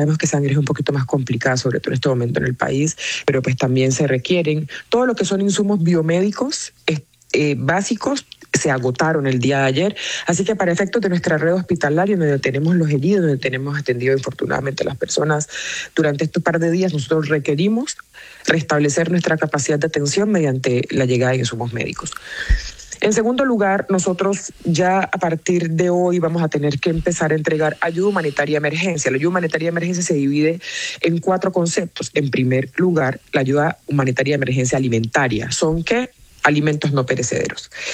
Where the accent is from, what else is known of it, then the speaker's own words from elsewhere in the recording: Colombia; como gobernadora del Chocó, pero primero como colombiana